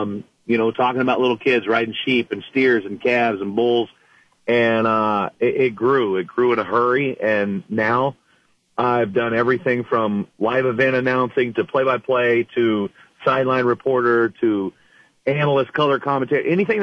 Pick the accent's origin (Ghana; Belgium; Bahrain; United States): United States; Oklahoma; You know, we're rural America, whether we come from Oklahoma City or the outskirts and in little towns around the state.